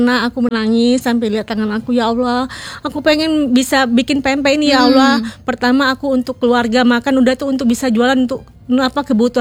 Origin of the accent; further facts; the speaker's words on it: Palembang, South Sumatra, Indonesia; now in Bogor, Indonesia; Halo pemirsa … saya asli Palembang. Hmm. Di sini merantau udah kurang lebih 20 tahun.